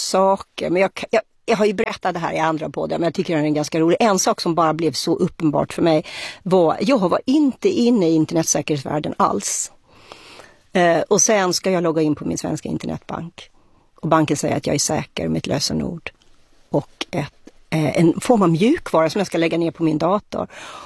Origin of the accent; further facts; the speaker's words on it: Sweden; moved away as an adult; jag kom ju då från Sverige